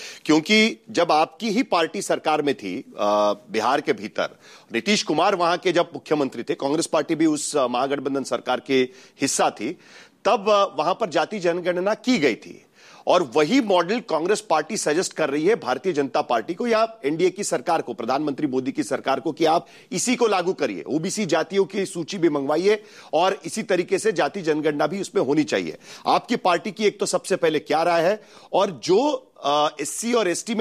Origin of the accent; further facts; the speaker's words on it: Maharashtra, India; मैं महाराष्ट्र से आता हूं